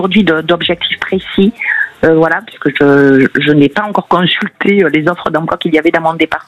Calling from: Nouvelle-Aquitaine, France; Alors moi, je vous appelle de la Dordogne.

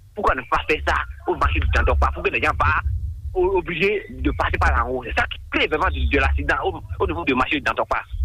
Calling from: Cotonou, Littoral, Benin; depuis 2 ans, je suis de Cotonou, quartier de Djelaï.

